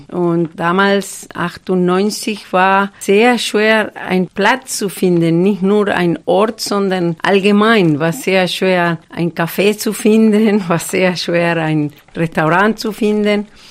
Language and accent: German; Argentina; German is a second language; weil ich komme aus Argentinien, aber wusste ich viele Sachen, zum Beispiel über Mexiko, über Kolumbien, über Brasilien.